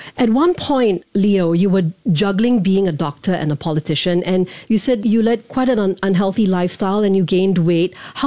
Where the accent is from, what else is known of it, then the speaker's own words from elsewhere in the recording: Singapore; for me as a Singaporean